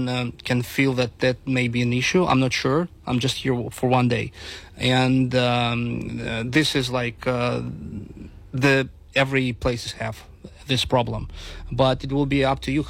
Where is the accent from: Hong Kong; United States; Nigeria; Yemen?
Hong Kong; English is a second language; I'm coming from Hong Kong. People can speak English, but they cannot speak French, and not all people speak English, for instance, right?